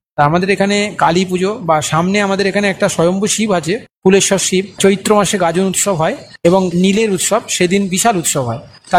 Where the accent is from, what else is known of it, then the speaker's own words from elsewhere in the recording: Tajpur, West Bengal, India; আমাদের তাজপুর গ্রামেই অবস্থিত।